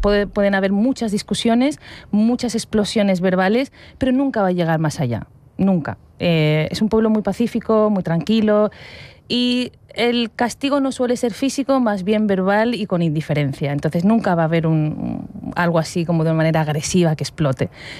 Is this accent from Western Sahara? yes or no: yes; Western Sahara; now in Spain